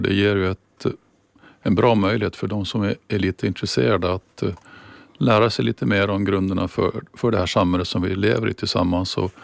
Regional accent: Åland, Åland Islands; Jag tror här på insidan på Åland så tror jag att ålänningarna har lika stor och stark känsla för både självstyrelsen och demilitariseringen

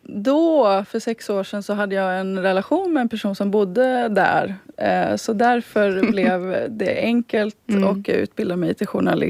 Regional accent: Trollhättan, Västra Götaland County, Sweden; moved away as an adult; also born or lived in Helsinki, Finland; now in Åland, Finland; och jag är från Trollhättan i Sverige från början. Bott många år i Helsingfors.

